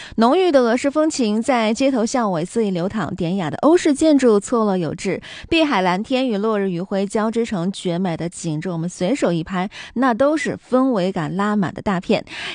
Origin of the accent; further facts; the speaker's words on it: Harbin, Heilongjiang, China; 它离我们哈尔滨是近在咫尺的，不用转机，坐着高铁就能够轻松出境，这是独属于我们东北人的出境游福利。